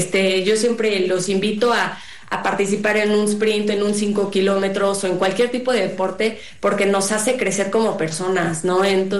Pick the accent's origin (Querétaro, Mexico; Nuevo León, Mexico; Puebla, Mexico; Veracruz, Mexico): Puebla, Mexico; Soy de Puebla, yo consulto tanto presencial aquí en Puebla o en línea.